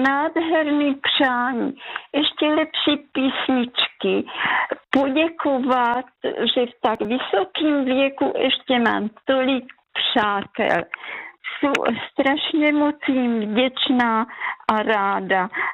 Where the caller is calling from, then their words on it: Jeseník, Olomouc Region, Czechia; Já jsem z Jeseníku